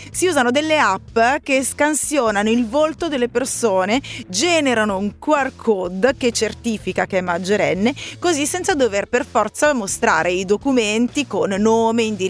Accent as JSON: {"language": "Italian", "region": "Veneto", "country": "Italy", "said": "io sono veneta poi."}